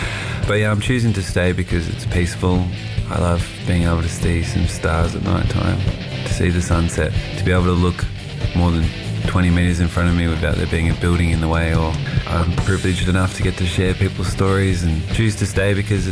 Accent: Ocean Grove, Victoria, Australia; also born or lived in Charters Towers; I was born in Charters Towers in Queensland, but I spent most of my childhood and my life living in Victoria, in a place called Ocean Grove, just about 20 minutes out of Geelong.

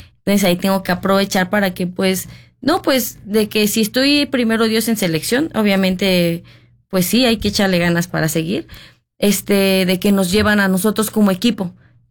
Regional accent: Venezuela; Soy subcampeona venezolana

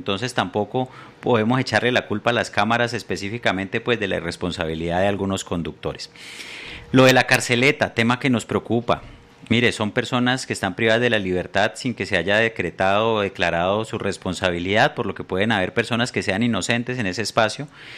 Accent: Popayán, Cauca, Colombia; para los que somos de Popayán

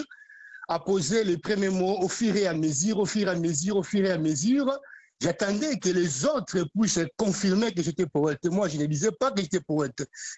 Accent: Beaumont, Kongo Central, DR Congo; Avant d'arriver là, je suis de Beaumont, je ne suis pas quinois, hein.

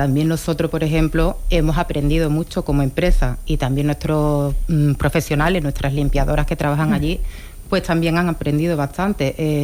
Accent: Seville, Andalusia, Spain; born there; also born or lived in Aznalcóllar; Nací en Aznalcóllar, lo que pasa es que me fui con un añito, nos vinimos a vivir a Triana.

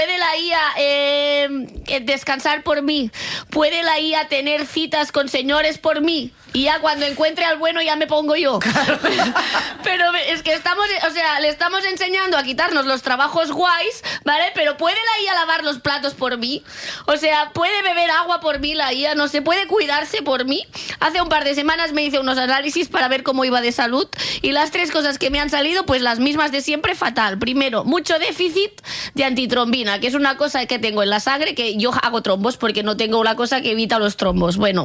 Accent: Catalonia, Spain; soy catalana, ¿vale?

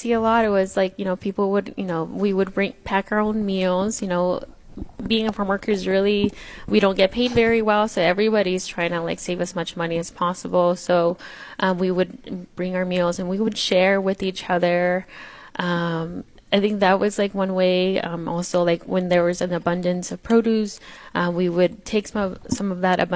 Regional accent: Madera, California, United States; also born or lived in San Jose, California; I grew up in Central California. I grew up in a small town, a rural town called Madera, California. And my parents were farm workers. I was a child farm worker as well, one of seven children.

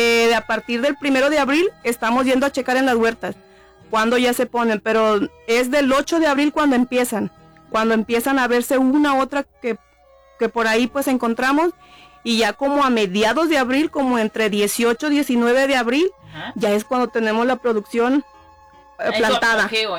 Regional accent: Zacualpan, Colima, Mexico; ahí en mi pueblo pues decimos variedades

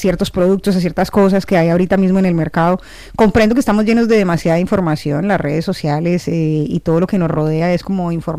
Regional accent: Mallorca, Balearic Islands, Spain; Mallorca es algo multicultural

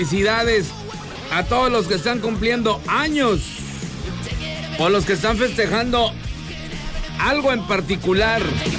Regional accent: Monterrey, Nuevo León, Mexico; now in Cabo San Lucas, Mexico

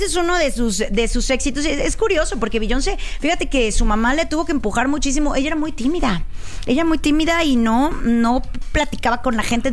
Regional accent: Veracruz, Mexico; Soy jarocha, las capto rapidísimo

